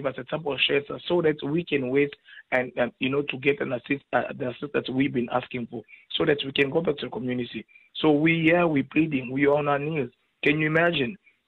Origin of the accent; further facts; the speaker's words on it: South Africa; born there; also born or lived in Democratic Republic of the Congo; I'm Congolese, I'm documented, have papers, I grew up here in South Africa.